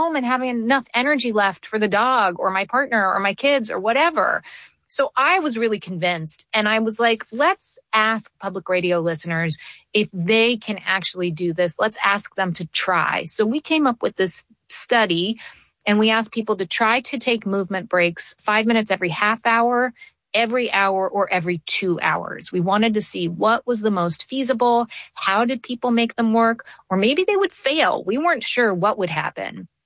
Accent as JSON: {"language": "English", "region": "New York", "country": "United States", "said": "let me tell you, as a New Yorker, that is very slow."}